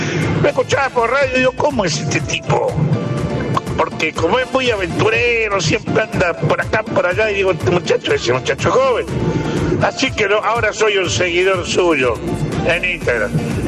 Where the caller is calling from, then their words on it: Entre Ríos, Argentina; Soy viajante de Entre Ríos